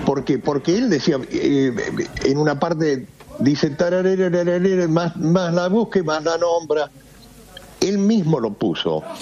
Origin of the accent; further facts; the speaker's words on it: Buenos Aires, Argentina; born there; No soy tanguero, lo que pasa es que como nací en Buenos Aires